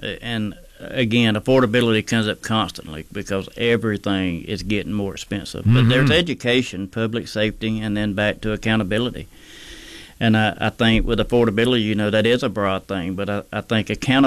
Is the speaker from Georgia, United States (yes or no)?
yes; Georgia, United States; moved away as an adult; now in Minnesota, United States; I'm a husband and father, and as you just mentioned, I'm not from Minnesota. I'm originally from South Georgia. I've been here almost 4 years now. I grew up in a small rural farm town down in Georgia where industry work and farming was the way of life.